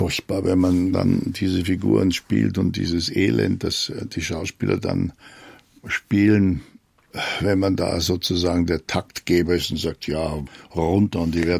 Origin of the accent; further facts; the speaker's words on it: Germany; accent: German; Und wenn ich als Deutscher mit diesem Akzent da komme